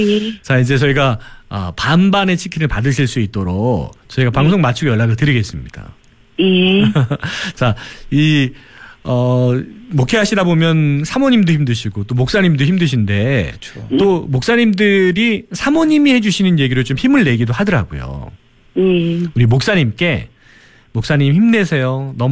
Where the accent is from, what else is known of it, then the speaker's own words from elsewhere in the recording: Chungcheong, South Korea; 제가 올 1월까지는 서울에서 방송을 했었고 이제는 우리 자랑스러운 저의 고향 충청도에서 여러분들과 함께하고 있습니다.